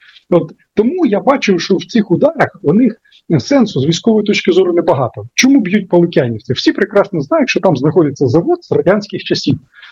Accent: Sumy, Sumy Oblast, Ukraine; моє рідне місто Суми

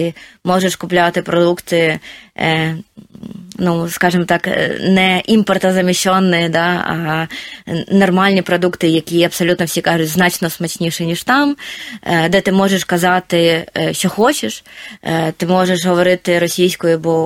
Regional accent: Mariupol, Donetsk Oblast, Ukraine; moved away as an adult; я сама з Маріуполя, я виїжджала в 22-му році з Маріуполя

